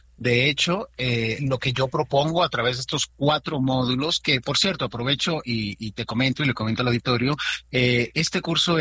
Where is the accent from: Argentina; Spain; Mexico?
Mexico; born there; Yo nací en México hace 50 años